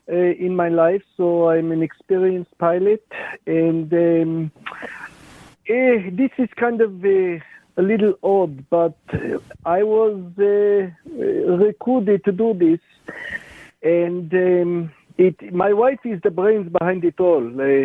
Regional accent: Givat Machshev, Israel; No, I am from Israel, and so I'm you know, I live in a small little town, Givat Machshev

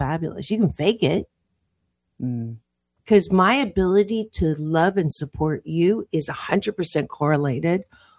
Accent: Kitchener, Ontario, Canada; born there; I was born in Kitchener, Waterloo, Jennifer. And so we had to learn French until second grade.

